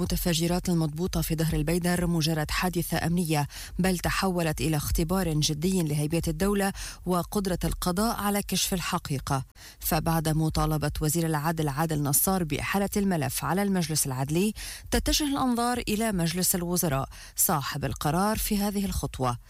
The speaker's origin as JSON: {"language": "Arabic", "country": "Lebanon", "said": "كلبنانيين"}